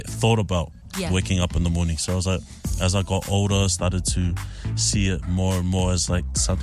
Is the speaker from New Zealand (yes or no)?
yes; Auckland, New Zealand; born there; I grew up in Central for a little bit, but then I think in primary school, we moved out south to Papatoa. Shout out to Pap City.